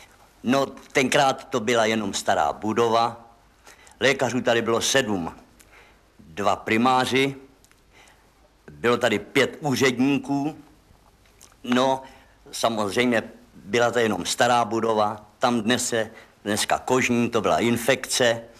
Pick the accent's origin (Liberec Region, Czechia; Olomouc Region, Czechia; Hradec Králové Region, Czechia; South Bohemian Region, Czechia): South Bohemian Region, Czechia; Komařice; Já jsem z Komářic